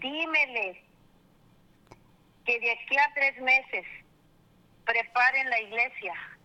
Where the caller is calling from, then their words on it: Austin, Texas, United States; Llamo de Austin, Texas.